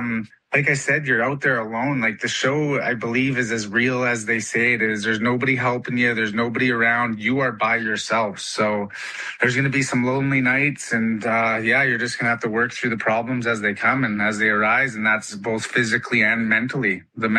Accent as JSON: {"language": "English", "region": "British Columbia", "country": "Canada", "tie": "born or raised there", "said": "growing up in Canada and in northern British Columbia, like I've seen the cold temperatures, I've camped in them, I've hunted in them."}